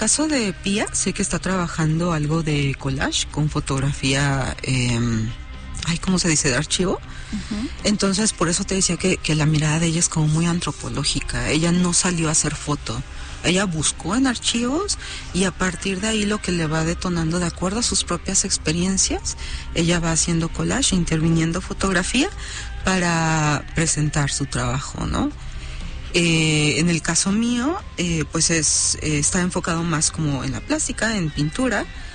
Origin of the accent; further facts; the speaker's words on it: Mexico; soy de aquí de México